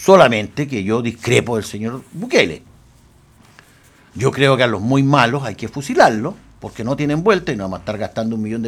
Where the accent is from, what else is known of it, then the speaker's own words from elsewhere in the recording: Chile; Pero somos pobres chilenos.